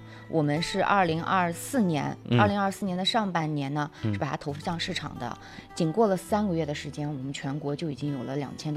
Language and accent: Chinese; Xinjiang, China; 那但是这个价钱方面，既然是我们作为新疆人自家人，